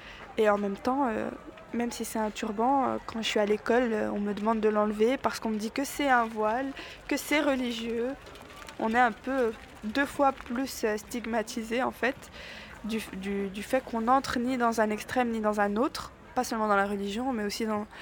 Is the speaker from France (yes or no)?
no; Brussels, Brussels-Capital Region, Belgium; Alors moi, je dis, bah, je suis de Bruxelles.